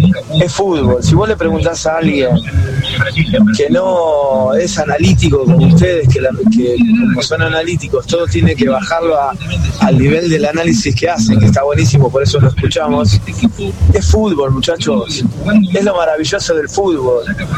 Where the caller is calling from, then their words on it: Quilmes, Buenos Aires Province, Argentina; de Quilmes